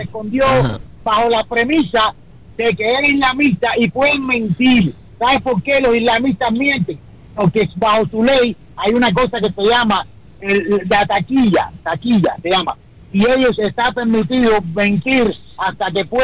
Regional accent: Cuba; moved away; Yo soy cubano originalmente.

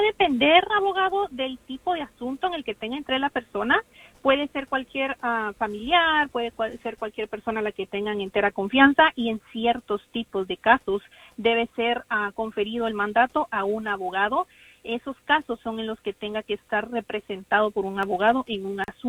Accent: Guatemala; soy abogada de Guatemala. Yo estudié en la Universidad de San Carlos de Guatemala, obtuve mis títulos hace algunos años atrás. Estoy aquí en Estados Unidos en este momento

